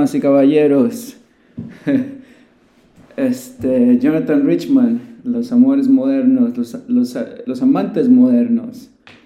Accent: Mexico; now in Berlin, Germany

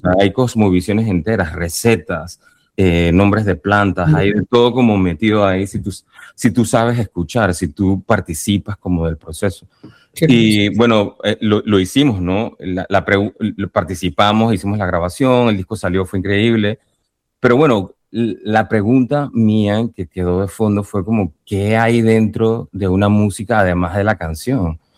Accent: Panama; Yo crecí toda mi vida en Panamá, pero de este lugar no sabía nada, ni de la comida, ni de nada.

